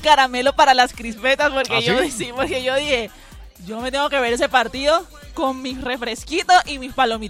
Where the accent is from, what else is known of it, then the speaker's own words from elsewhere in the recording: Colombia; esa calidez que nosotros nos caracteriza como colombianos